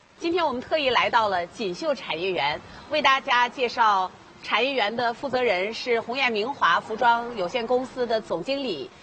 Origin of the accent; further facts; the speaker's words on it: Jinzhou, Liaoning, China; 我们的家乡锦州啊